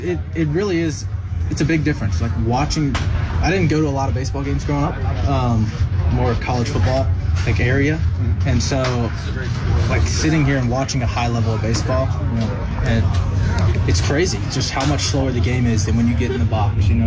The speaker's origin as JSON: {"language": "English", "region": "East Coast", "country": "United States", "moved": "yes", "said": "I'm from the East Coast, so I like being on this time zone."}